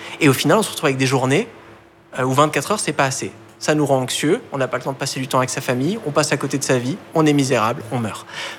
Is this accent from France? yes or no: yes; Bailly, Île-de-France, France; Oui, ça s'appelle Bailly, c'est un petit village de quelques milliers d'habitants, c'est quand même la campagne, c'est coincé entre les plaines de Versailles, dont un grand domaine agricole, et la forêt de Marly.